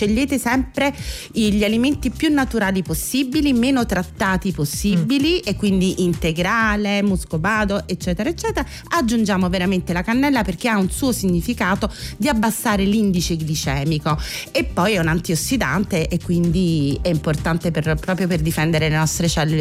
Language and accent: Italian; Naples, Campania, Italy; Sono napoletana, sì.